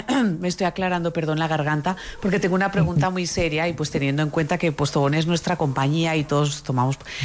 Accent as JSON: {"language": "Spanish", "country": "Spain", "moved": "yes", "lives_now": "Medellín, Colombia", "said": "Yo como española"}